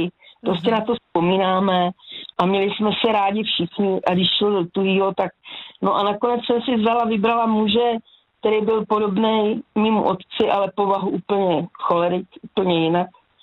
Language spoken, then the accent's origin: Czech; Hladov, Vysočina Region, Czechia; Vyrůstali jsme na Hájence, na Hladově a byli jsme vychovávaní povojensky.